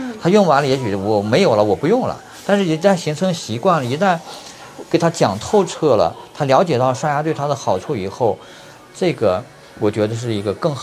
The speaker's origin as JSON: {"language": "Chinese", "country": "China", "said": "我们中国人"}